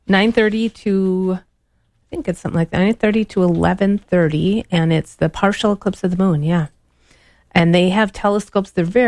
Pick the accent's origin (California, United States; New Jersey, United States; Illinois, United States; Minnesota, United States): Minnesota, United States; It's part of being a Minnesotan.